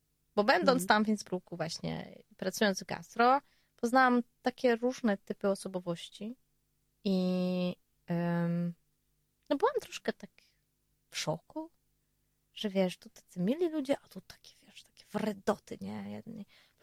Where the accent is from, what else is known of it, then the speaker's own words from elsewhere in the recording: Silesian Voivodeship, Poland; ja jestem ze Śląska